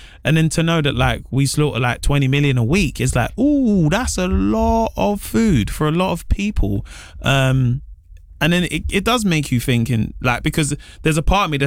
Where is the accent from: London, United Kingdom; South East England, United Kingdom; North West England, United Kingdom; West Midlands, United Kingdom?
London, United Kingdom; I come from London. I grew up in a working class environment on an estate